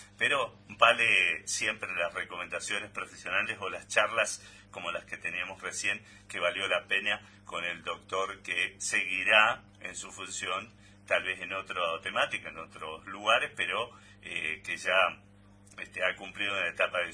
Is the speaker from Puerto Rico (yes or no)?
no; Argentina; todos los argentinos estamos deseando lo mismo